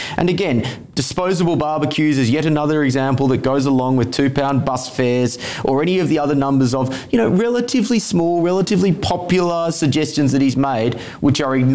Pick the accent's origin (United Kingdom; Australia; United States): Australia; moved away; I come from Australia